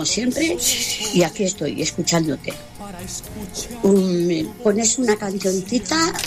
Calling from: L'Hospitalet de Llobregat, Catalonia, Spain; Un besito muy fuerte de … de Hospitalet.

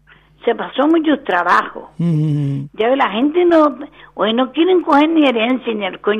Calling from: Utiaca, Canary Islands, Spain; Soy de Utiaca, de La Solana. Yo me casé en la iglesia Utiaca.

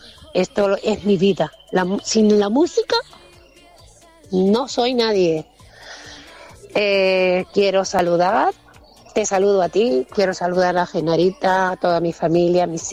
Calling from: Santa Lucía, Canary Islands, Spain; de Santa Lucía.

